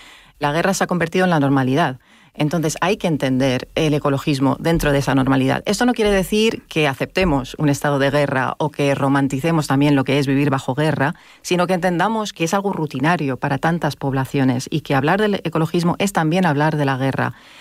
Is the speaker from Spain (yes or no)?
no; Lebanon; Spanish is a second language